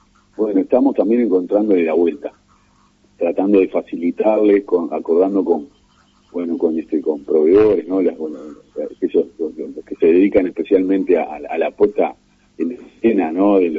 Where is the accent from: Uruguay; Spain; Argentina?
Uruguay; como uruguayos le encontramos la vuelta a resolver esos problemas.